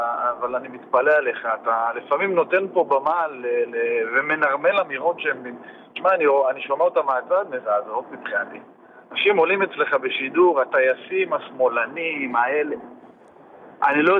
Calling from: Galilee, Israel

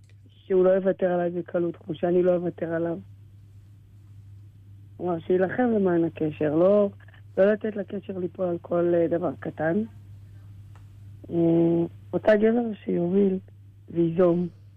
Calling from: Central Israel, Israel; אני מהמרכז.

